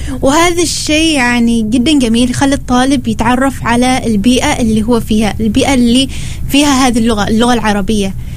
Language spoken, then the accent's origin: Arabic; Oman; يعني كيف نحن كعمانيين, حتى مثلا رويناهم الأزياء العمانية, خليناهم يقربوها